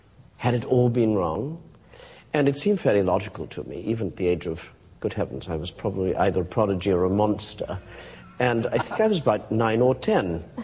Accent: United States; I was brought up in America, you probably can't tell it anymore, but my family's from the Deep South.

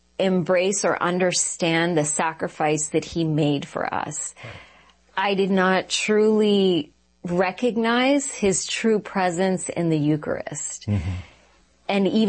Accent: Texas, United States; born or raised there; also born or lived in Calgary, Canada / Sri Lanka

